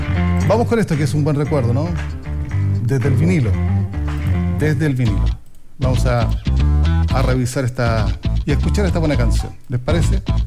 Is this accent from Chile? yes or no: yes; Chile; soy chileno por si acaso